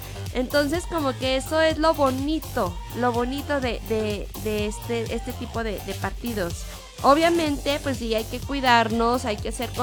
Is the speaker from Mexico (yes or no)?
yes; Mexico; No es que tú eres de Chiapas, de Yucatán y yo soy de Sonora, no, es todos somos mexicanos, ¿sabes?